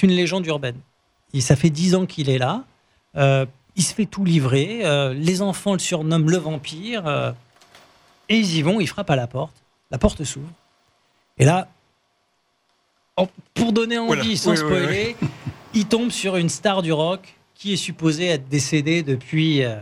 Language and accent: French; Cergy, Île-de-France, France; je suis de Cergy.